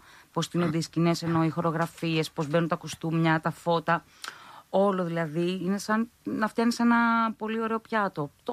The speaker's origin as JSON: {"language": "Greek", "town": "Agrinio", "region": "Western Greece", "country": "Greece", "said": "Η καταγωγή μου είναι από το Αγρίνιο."}